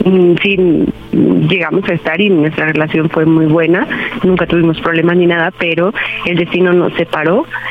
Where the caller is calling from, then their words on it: Guadalajara, Jalisco, Mexico; 34, de Guadalajara.